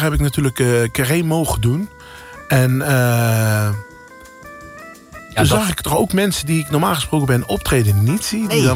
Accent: Amsterdam, North Holland, Netherlands; born there; ik ben geboren in Amsterdam. Ja. En mijn familie kwam uit Amsterdam.

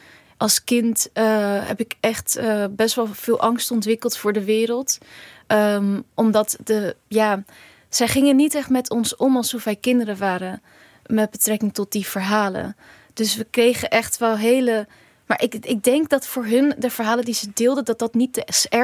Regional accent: Rotterdam, South Holland, Netherlands; also born or lived in Gorinchem; toen naar Rotterdam-Zuid. Daar ben ik ook geboren. Ik ben in Gorinchem geboren. Maar we zijn zo vroeg, toen ik 2 was, was ik daar al. Dus voor mij ben ik in Rotterdam geboren.

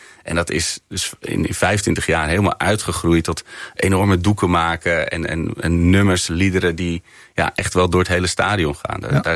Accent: Amsterdam, North Holland, Netherlands; Het ligt natuurlijk al in Zuidoost, het stadsdeel waar ik geboren ben

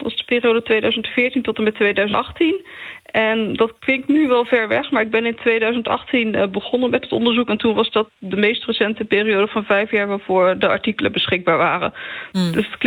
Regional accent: Wijk bij Duurstede, Utrecht, Netherlands; Ik kom eigenlijk niet uit deze regio. Ik ben geboren in Utrecht en getogen in Wijk bij Duurstede.

